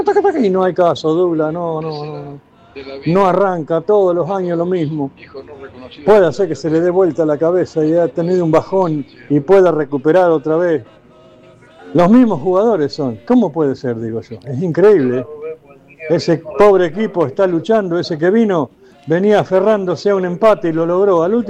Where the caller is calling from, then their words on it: Buenos Aires Province, Argentina; yo vivo acá en Echeverría